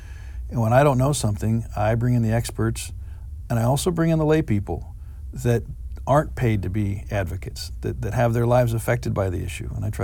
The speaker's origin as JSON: {"language": "English", "town": "Monmouth", "region": "Oregon", "country": "United States", "tie": "born or raised there", "said": "I live on Main Street in Monmouth. I was raised in this community, went to school in this community"}